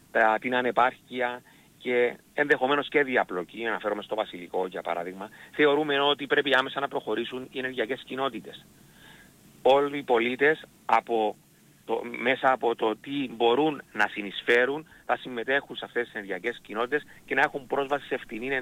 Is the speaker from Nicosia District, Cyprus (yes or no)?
no; Limassol, Limassol District, Cyprus; καθώς ζω την πόλη μου, ζω τη Λεμεσό